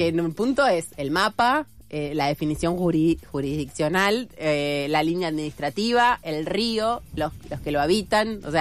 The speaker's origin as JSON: {"language": "Spanish", "town": "Avellaneda", "region": "Buenos Aires Province", "country": "Argentina", "moved": "yes", "lives_now": "Buenos Aires, Argentina", "said": "yo que soy de Avellaneda. Claro. Y que vivo en la ciudad."}